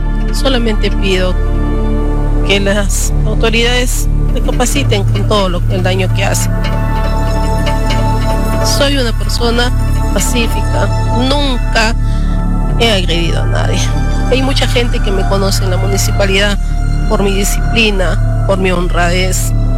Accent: Iquitos, Loreto, Peru; now in Huaral, Peru; mi madre de 82 años lo ha enviado desde la ciudad de mi ciudad natal, que es Iquitos.

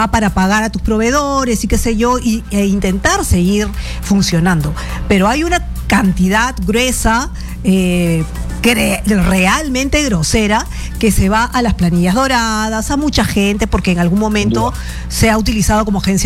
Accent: Peru; somos todos los peruanos los que estamos pagando eso

